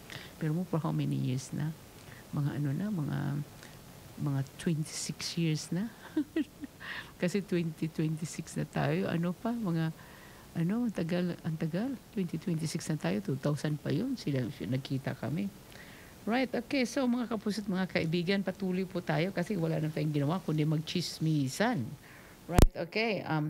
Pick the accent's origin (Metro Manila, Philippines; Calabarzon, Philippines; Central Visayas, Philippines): Metro Manila, Philippines; Las Piñas; Taga Las Piñas kami sa Metro Manila.